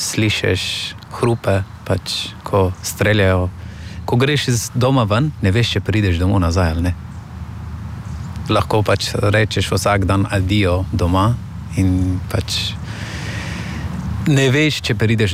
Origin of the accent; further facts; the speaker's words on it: Afghanistan; Slovenian is a second language; now in Slovenia; prehajam iz Afganistana in sem 23 let star.